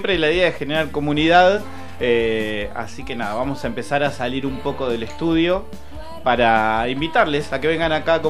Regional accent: La Plata, Buenos Aires Province, Argentina; nosotros somos los más platenses de todos.

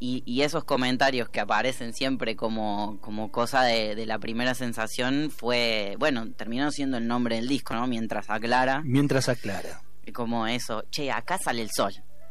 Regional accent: Laguna Larga, Córdoba, Argentina; Yo soy un pueblo de Córdoba que se llama Laguna Larga.

